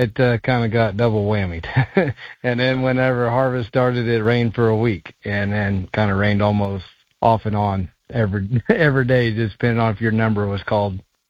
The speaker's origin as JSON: {"language": "English", "region": "North Dakota", "country": "United States", "said": "We're from North Dakota. We're currently cutting here at St. Francis."}